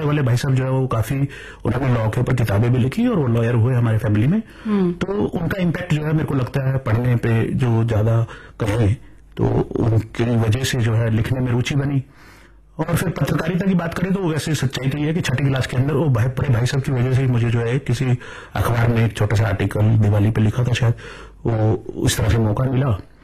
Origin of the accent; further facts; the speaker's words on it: Delhi, India; also born or lived in Himachal Pradesh / Rohtak; मेरा जन्म तो दिल्ली में आनंद पर्वत जगह है, वहां पर हुआ और मैं लेकिन मूल रूप से हिमाचल से बिलोंग करता हूँ और पढ़ाई भी जो है वो दिल्ली में ही